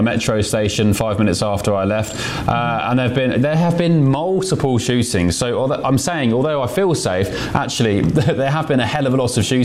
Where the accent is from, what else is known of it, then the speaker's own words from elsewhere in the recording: United Kingdom; now in United States; Yeah, I have to say, as a Brit here in America, Claire, it is. I do feel safe.